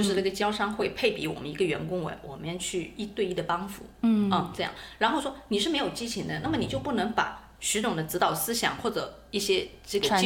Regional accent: Jiangsu, China; 然后你知道我是江苏人

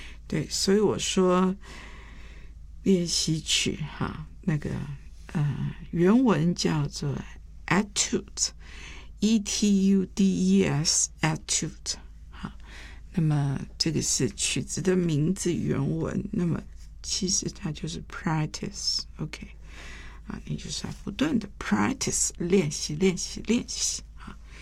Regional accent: Taiwan; 所以我记得我在这个眷村里面长大的时候，我一学琴一票的所有眷村的小孩子跟我同年都去学了

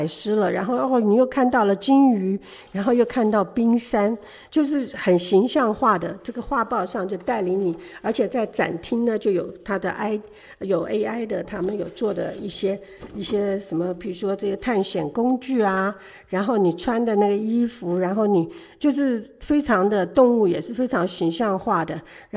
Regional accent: China; 你们英国人跟我们中国人好不一样啊，

